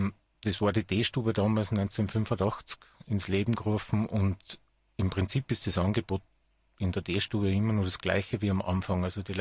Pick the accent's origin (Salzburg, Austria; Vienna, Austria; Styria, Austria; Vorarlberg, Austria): Salzburg, Austria; moved away as an adult; now in Innsbruck, Austria; bin aus Salzburg nach Tirol, Innsbruck, um die Sozialakademie zu machen. Vor 30 Jahren bin ich ungefähr gekommen, seither bin ich da.